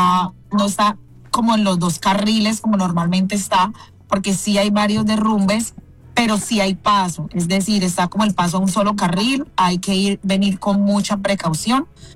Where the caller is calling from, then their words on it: Cali, Valle del Cauca, Colombia; realmente yo soy de Cali, no tengo familia en Buenaventura